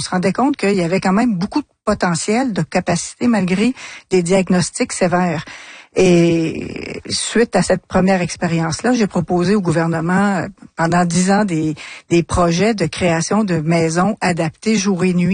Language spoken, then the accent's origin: French; Trois-Rivières, Quebec, Canada; Bien, moi, je suis de Trois-Rivières et depuis l'âge de 21 ans, j'accompagne des personnes qui vivent avec la maladie d'Alzheimer ou une maladie apparentée.